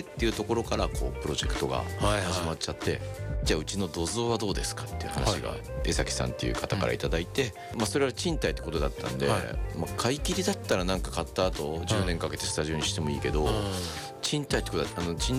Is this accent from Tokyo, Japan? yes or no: no; Fujieda, Shizuoka, Japan; その時に地元の静岡県の藤枝市に友達が市役所の空き家対策課に配属されて、